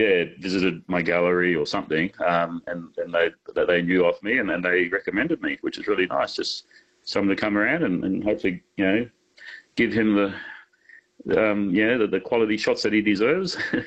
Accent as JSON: {"language": "English", "town": "Darwin", "region": "Northern Territory", "country": "Australia", "tie": "born or raised there", "said": "In Darwin. I was born in Darwin. Yeah."}